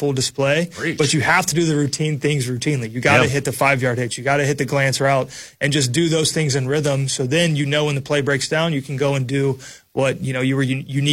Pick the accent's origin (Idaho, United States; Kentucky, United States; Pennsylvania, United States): Kentucky, United States; I was coming from Kentucky to Minnesota, and Kentucky's not the best football state either